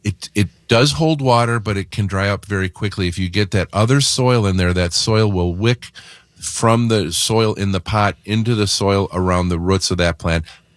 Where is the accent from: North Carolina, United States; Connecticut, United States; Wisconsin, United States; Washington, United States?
Wisconsin, United States; Mukwonago; I was born and raised in Maguanago